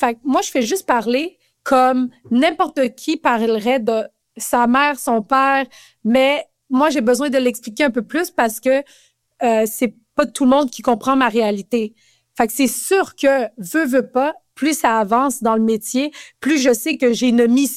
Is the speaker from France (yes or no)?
no; Quebec, Canada; accent: Québécois